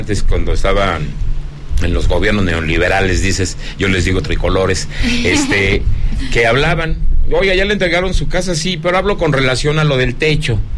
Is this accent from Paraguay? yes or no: no; Zacatecas, Mexico; A mi tierra Zacatecas.